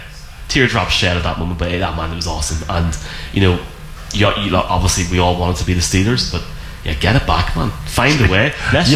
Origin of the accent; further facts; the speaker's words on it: Ireland; I was over in New Orleans on Wednesday and nearly died in the heat as an Irishman.